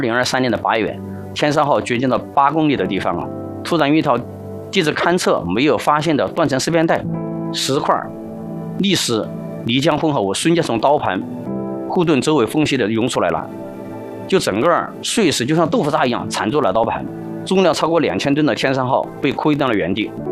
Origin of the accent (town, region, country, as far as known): China